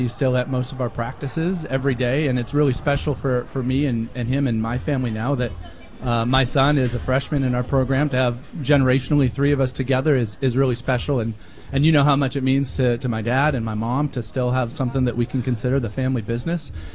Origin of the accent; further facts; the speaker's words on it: Lynden, Washington, United States; being from Linden, in those days growing up